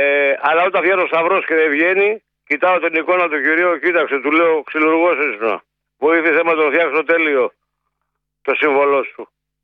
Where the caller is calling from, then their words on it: Salamina, Attica, Greece; Σαλαμίνα που είμαι. Είμαι από το Μάρτι εδώ.